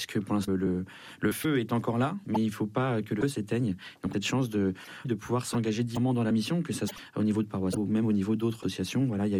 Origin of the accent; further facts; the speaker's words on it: Argenteuil, Île-de-France, France; Moi, je suis d'Argenteuil, on a la Sainte du Christ à Argenteuil.